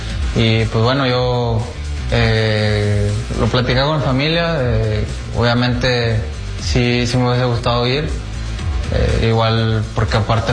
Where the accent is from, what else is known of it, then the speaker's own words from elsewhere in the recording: Mexico; somos todos, al final de cuentas, somos mexicanos, somos un país que está muy unido